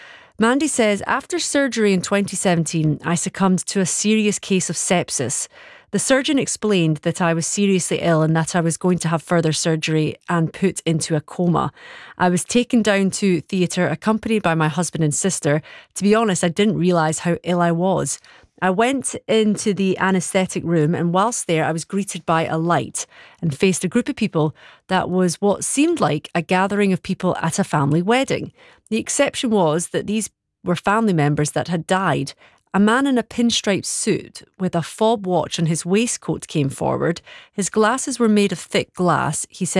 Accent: Scotland, United Kingdom

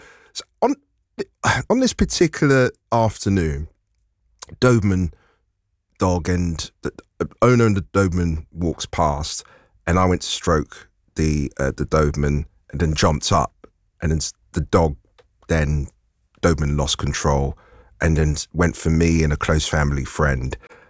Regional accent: London, United Kingdom; the flats where I grew up in Northwest London

